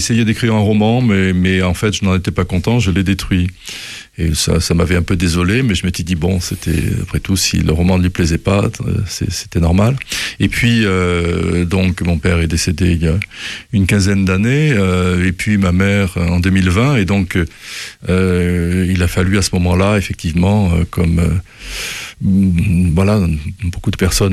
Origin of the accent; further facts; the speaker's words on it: Guéret, Nouvelle-Aquitaine, France; moved away; après avoir été dans mon enfance à Guéret, donc dans l'appartement que mes parents occupaient